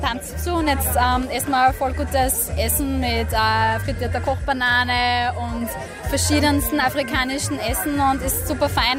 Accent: Graz, Styria, Austria; Ja, wir sind aus Graz.

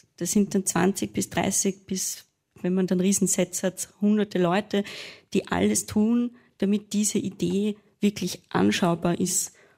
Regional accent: Burgenland, Austria; Also ich bin in Burgenland aufgewachsen und ab dem ich 14 war, immer nach Wien gependelt, ans Musikgymnasium nach Wien.

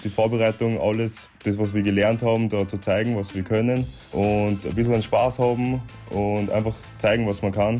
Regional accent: Burgenland, Austria; als Österreicher, auch als Burgenländer.

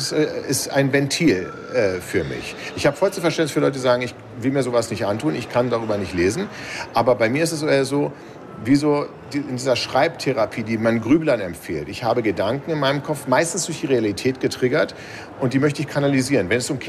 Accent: Berlin, Germany; ich komme aus Berlin, Großstadt, 4 Millionen Menschen

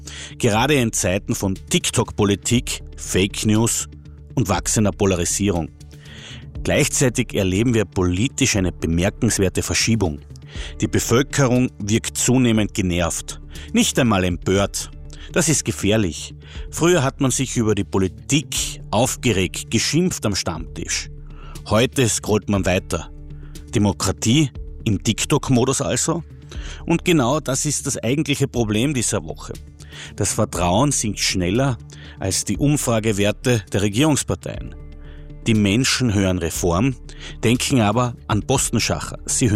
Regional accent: Krumpendorf, Carinthia, Austria; born there; now in Vienna, Austria; ich komme ursprünglich aus Krumpendorf

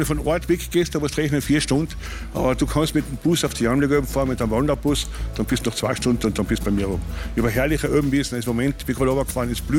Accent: Malta, Carinthia, Austria; Ja, also ich bin eigentlich am Malta-Tal, ich komme aus Malta.

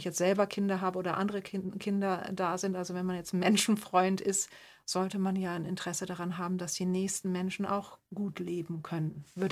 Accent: Germany; now in Austria; ich als Deutsche in Österreich kann nur wenig wählen.

